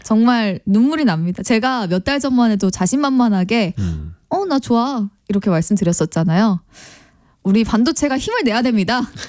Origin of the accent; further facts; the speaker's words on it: Philippines; 저도 학창 시절 때 필리핀에서 자랐잖아요. 필리핀이 그런 바퀴벌레가 엄청 크고 종류 다양하단 말이에요.